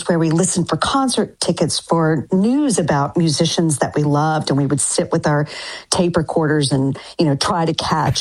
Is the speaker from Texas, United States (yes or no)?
yes; Denton, Texas, United States; moved away; it's a somewhat fictionalized account of my hometown, which is Denton, Texas. But when I lived there, you know, it was very small. There was only one high school, but it was such a unique place to be because, you know, it's North Texas, it's flat